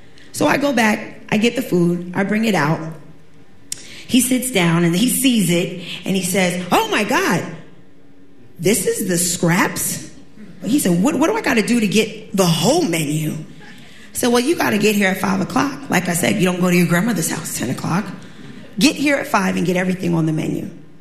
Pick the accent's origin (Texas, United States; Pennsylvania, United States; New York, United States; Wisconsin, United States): New York, United States; Staten Island; I said, I'm from Staten Island, but I'm an 8th generation direct descendant from Sandy Ground.